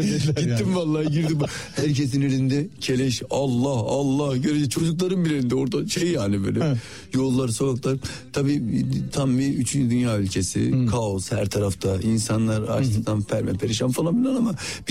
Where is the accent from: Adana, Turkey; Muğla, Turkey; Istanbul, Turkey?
Adana, Turkey; Canım Adana'nın ben Varoş mahallesinde işte gettosu, Koca Vezir denilen bir yerdir. Hani böyle orada yetiştim.